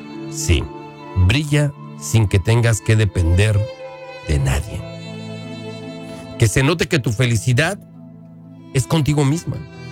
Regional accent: Puebla, Mexico; now in United States; Nosotros como mexicanos el día de mañana 16 celebramos nuestra independencia

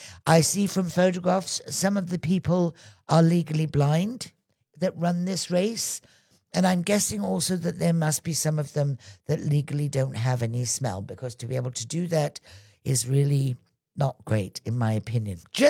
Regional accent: North Carolina, United States; I grew up in North Carolina, where meatloaf was what your mama made when payday was still 3 days away.

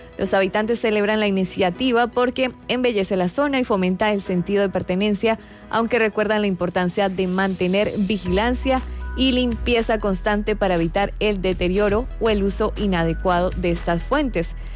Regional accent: Barranquilla, Atlántico, Colombia; a que nosotros como barranquilleros cuidemos con amor, tengamos sentido de pertenencia

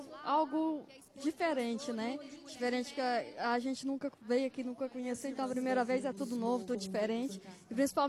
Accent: Morrinhos, Goiás, Brazil; Eu vim de Morrinhos, Goiás.

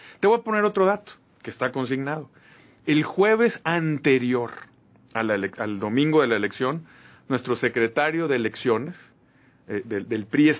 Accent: Sinaloa, Mexico; como somos los sinaloenses

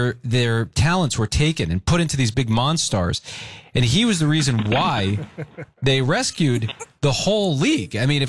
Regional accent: United States; born there; I was a kid when they were playing that game, and even though I was living in the New York area

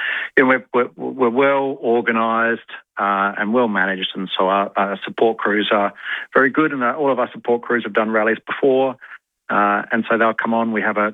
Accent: Adelaide, South Australia, Australia; I'm from Adelaide

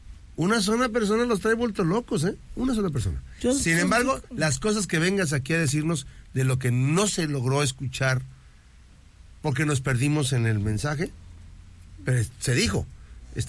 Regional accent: Mexico

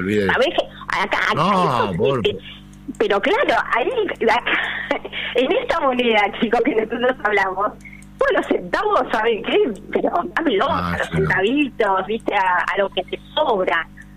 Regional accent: Argentina

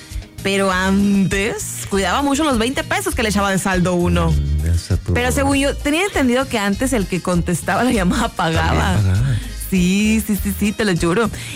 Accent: San Marcial, Mexico; San Marcial, qué bonito mi pueblo natal.

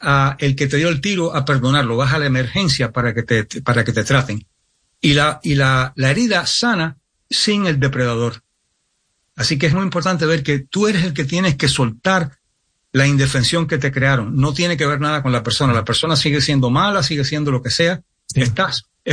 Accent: New York City, New York, United States; Cuando yo me crié en Nueva York y vivía en un barrio donde no había muchos hispanos, mi familia es de España

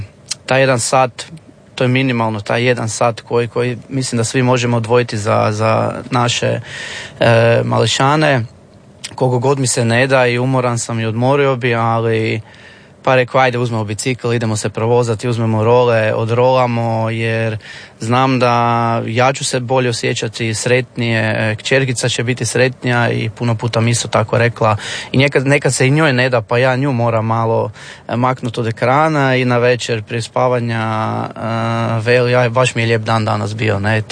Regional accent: Čakovec, Međimurje County, Croatia; ja sam iz Čakovca u svojem gradu

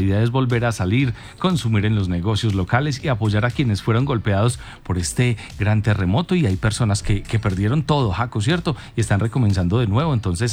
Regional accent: Colombia; Están buscando por todo, como somos los colombianos.

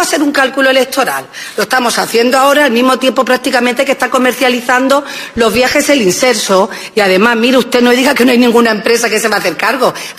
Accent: Spain; Soy española, pertenezco a la Constitución española

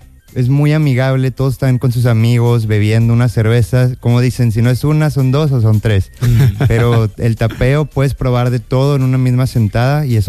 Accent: Torreón, Coahuila, Mexico; moved away as an adult; now in Spain

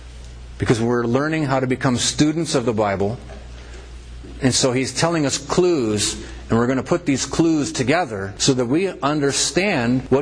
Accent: United States

